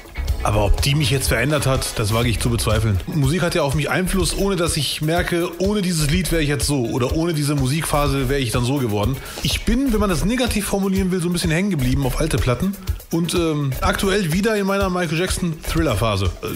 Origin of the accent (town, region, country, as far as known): Bielefeld, North Rhine-Westphalia, Germany; born there; moved away